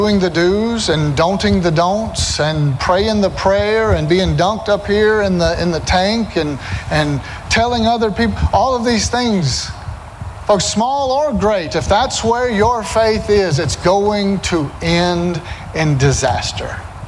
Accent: Alabama, United States; I'm from Alabama. I'm gonna trip on my own tongue here and there.

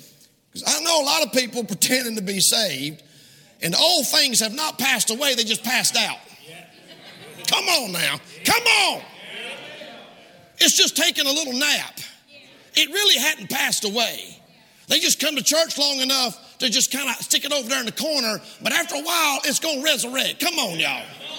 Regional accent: Samoa; And man, I grew up in Samoa as a kid. That was awesome.

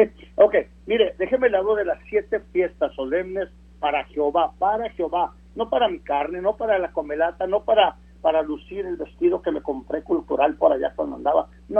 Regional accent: Mexico; Yo amo a México, yo soy mexicano

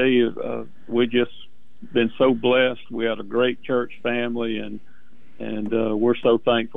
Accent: Alabama, United States; moved away as an adult; now in Perry, Florida, United States; we're originally from South Alabama. I like to call it L.A., Lower Alabama.

